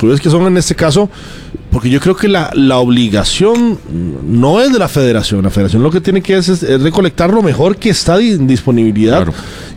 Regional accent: Costa Rica; nosotros como costarricenses

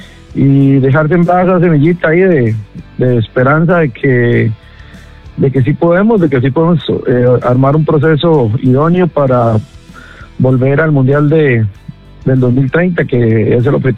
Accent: Costa Rica; Creo que uno como costarricense siempre a la selección nunca le puede decir que no

